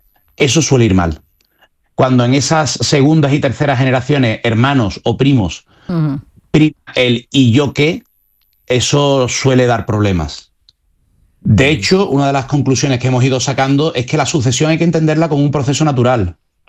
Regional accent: Andalusia, Spain; para no contestar como un gallego, sino como un buen andaluz, diré, no voy a decir un depende, ¿no?

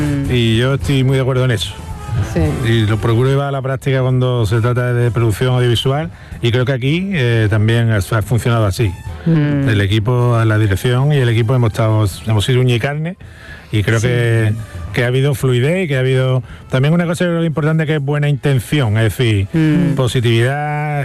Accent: Spain; Yo es que soy muy español para eso.

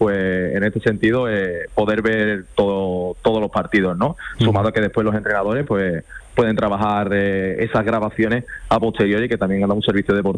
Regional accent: Andalusia, Spain

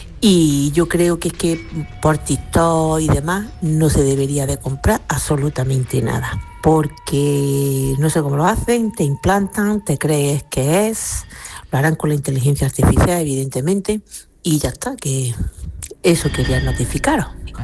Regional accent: Granada, Andalusia, Spain; now in Padua, Italy; Vale, soy de Granada y vivo en Padua. Super fan vuestra.

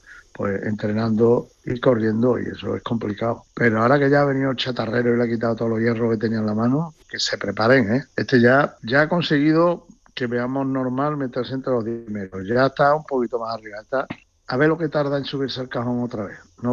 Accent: Andalusia, Spain; somos andaluces todos, tío. Es que los andaluces somos y vivimos de una manera distinta al resto del mundo.

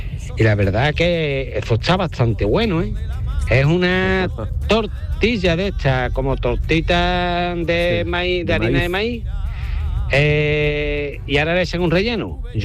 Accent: Utrera, Andalusia, Spain; Hola Javier y compañera … de Utrera.

